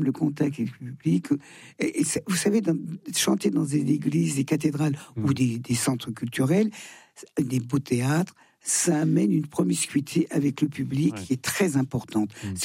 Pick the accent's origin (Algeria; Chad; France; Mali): France; Thonon-les-Bains, Auvergne-Rhône-Alpes; le nord et un peu dans ma région, Rhône-Alpes. Je vais être à Annecy, je vais être à Thenon-les-Bains, ma ville natale, et Lons-le-Saunier.